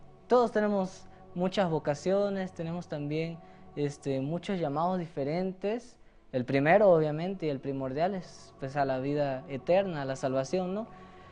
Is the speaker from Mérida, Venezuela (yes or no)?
no; Caracas, Capital District, Venezuela; Soy de Venezuela, la ciudad de Caracas, bueno, a las afueras, una parroquia que se llama Cartanal.